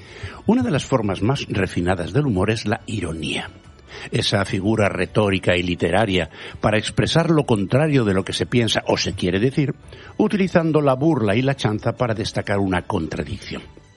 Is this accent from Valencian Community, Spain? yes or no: no; Galicia, Spain; mi patria chica, Galicia.